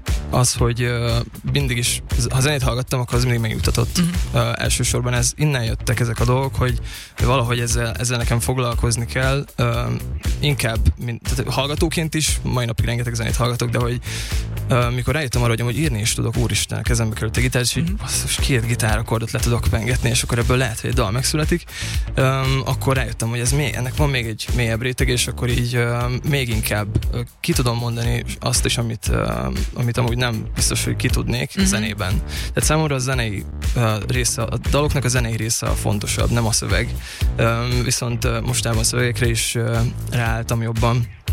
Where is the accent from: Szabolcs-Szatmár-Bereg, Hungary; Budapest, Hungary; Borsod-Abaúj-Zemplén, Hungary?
Szabolcs-Szatmár-Bereg, Hungary; Nyíregyháza; Igen, ott születtem, és ott is nőttem fel, zenei általános iskolában jártam